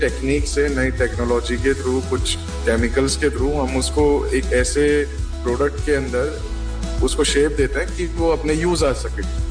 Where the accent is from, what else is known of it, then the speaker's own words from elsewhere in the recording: Jaipur, Rajasthan, India; मैं जयपुर से बिलोंग करता हूँ।